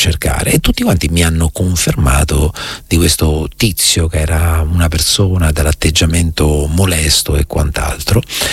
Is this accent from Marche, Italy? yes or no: yes; Marche, Italy; Io poi, essendo marchigiano